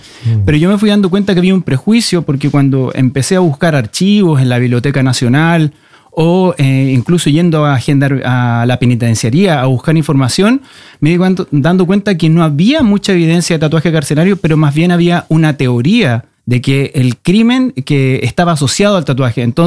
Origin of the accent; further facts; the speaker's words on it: Chile; todos crecimos en Chile